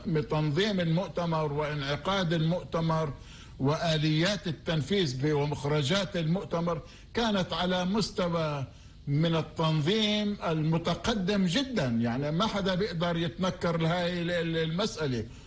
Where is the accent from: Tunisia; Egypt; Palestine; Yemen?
Palestine; كفلسطينيين